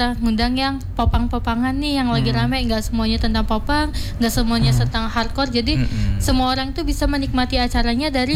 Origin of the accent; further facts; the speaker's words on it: Lampung, Indonesia; Kalau band-band kan kita dari Lampung semua ya.